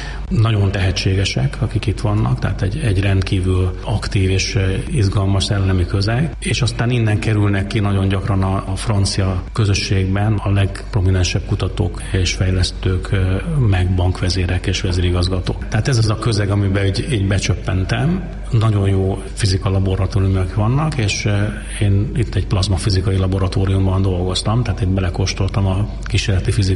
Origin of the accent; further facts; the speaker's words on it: Hungary; moved away as an adult; also born or lived in Paris; nagyon-nagyon drágán lehetett hazatelefonálni Magyarországra